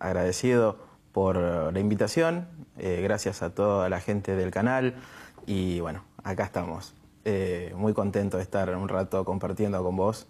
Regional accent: Gregorio de Laferrere, Buenos Aires Province, Argentina; born there; Nací en Buenos Aires, nací en Gregorio Laferrere

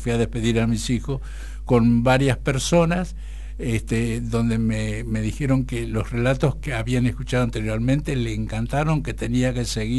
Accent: Pampas, Argentina

